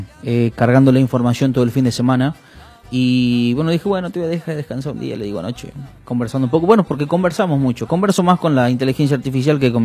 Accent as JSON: {"language": "Spanish", "region": "Tucumán", "country": "Argentina", "said": "nosotros como tucumanos"}